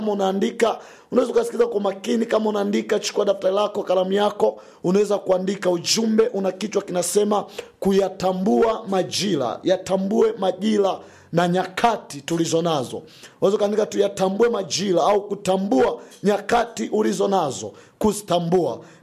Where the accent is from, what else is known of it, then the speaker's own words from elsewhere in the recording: Tanzania; na wewe Mtanzania mwenzangu